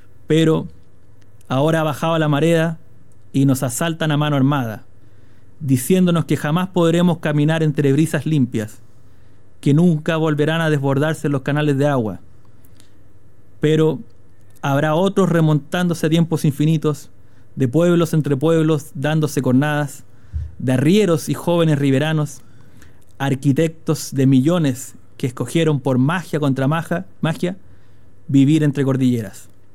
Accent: Chile

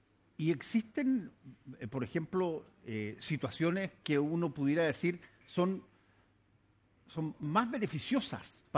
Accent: Chile; nosotros los chilenos

